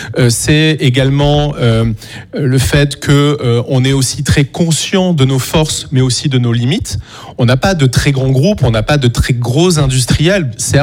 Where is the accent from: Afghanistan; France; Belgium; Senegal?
France; Montpellier, Occitanie; born there; also born or lived in Paris; Moi je suis né à Montpellier et très fier de l'être, même si une grande partie de ma vie a été vécue à Paris.